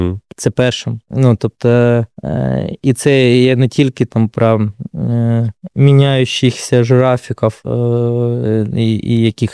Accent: Kharkiv, Kharkiv Oblast, Ukraine; я з Харкова

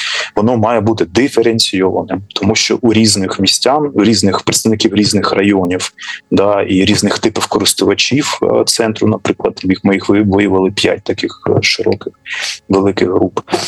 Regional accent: Kharkiv, Kharkiv Oblast, Ukraine; Я харків'янин

